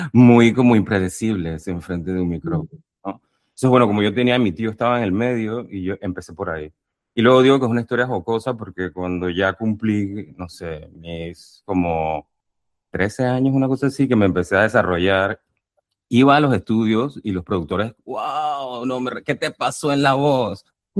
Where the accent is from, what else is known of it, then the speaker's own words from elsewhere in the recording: Panama; Yo vengo de Panamá